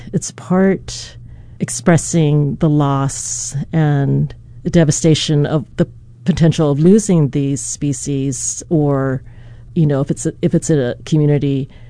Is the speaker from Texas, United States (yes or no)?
no; Hawaii, United States; I grew up in Manoa Stream, trying to build canoes that I always sank with my cousins, and hiking and swimming.